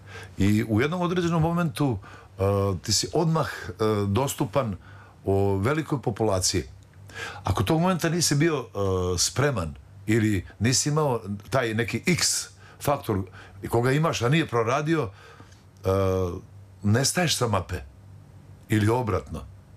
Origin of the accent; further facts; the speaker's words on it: Loznica, Šumadija and Western Serbia, Serbia; ja sam inače Lozničanin, rođen sam u Loznici